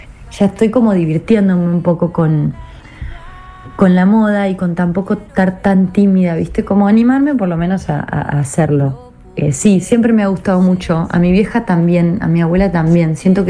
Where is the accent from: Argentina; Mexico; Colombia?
Argentina; Córdoba; now in Buenos Aires, Argentina; yo soy de Córdoba capital, después me mudé acá a la capital, Buenos Aires